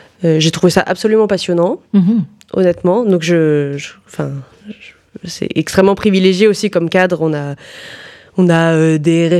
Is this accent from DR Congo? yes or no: no; Lyon, Auvergne-Rhône-Alpes, France; also born or lived in Toulon; Et j'ai été à Lyon à partir de mes 3 ans